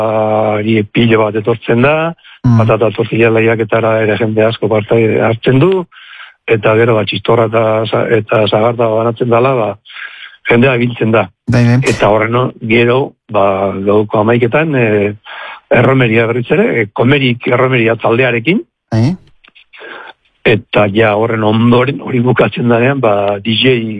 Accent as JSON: {"language": "Basque", "town": "Arribe", "region": "Navarre", "country": "Spain", "tie": "born there", "lives_now": "Legazpi, Spain", "said": "Bueno, ni izatez naparra naiz, arrimen jaio nintzen ni."}